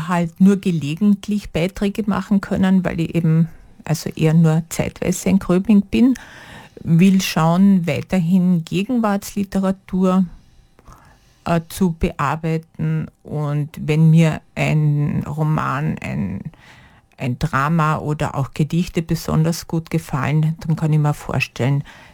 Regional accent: Carinthia, Austria; now in Vienna, Austria; Ich bin gebürtige Kärntnerin. Mein Lebensmittelpunkt ist in Wien und seit einiger Zeit bin ich auch sehr oft in Gröbming

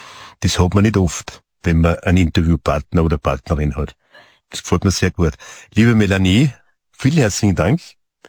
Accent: Styria, Austria; Wir sind Steirer, wir sind in der Steiermark aufgewachsen

